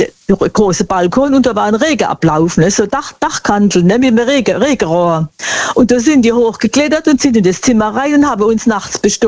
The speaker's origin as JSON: {"language": "German", "town": "Bad Schönborn", "region": "Baden-Württemberg", "country": "Germany"}